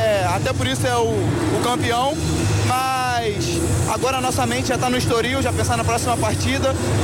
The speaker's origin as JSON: {"language": "Portuguese", "country": "Brazil", "said": "Eu vim do Brasil, joguei no Vasco, lá tem bastante confrontos com essa atmosfera"}